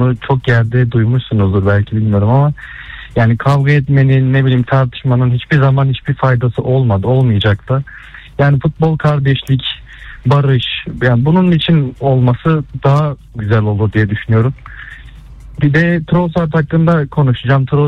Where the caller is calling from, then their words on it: Istanbul, Turkey; İstanbul'dan